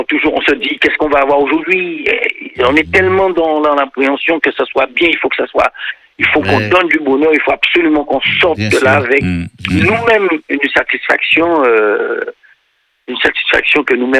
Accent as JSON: {"language": "French", "town": "Saint-Claude", "country": "Guadeloupe", "tie": "born or raised there", "moved": "yes", "lives_now": "near Paris, France", "said": "je suis né à Saint-Claude. Moi, je suis un vrai Saint-Claudien. J'habitais tout en bas de la Soufrière."}